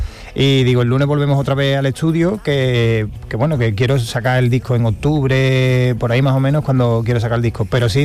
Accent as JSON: {"language": "Spanish", "town": "Jerez de la Frontera", "region": "Andalusia", "country": "Spain"}